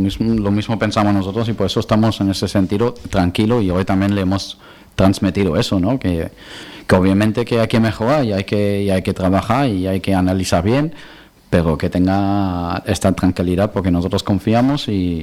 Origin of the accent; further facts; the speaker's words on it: Balearic Islands, Spain; Hay que levantarse, somos baleares que ya sabemos cómo es caer y levantarse